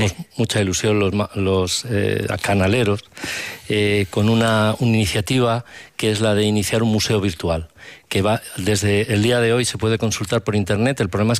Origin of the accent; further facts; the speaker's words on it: Community of Madrid, Spain; Es habitual que los madrileños abramos el grifo y bebamos agua.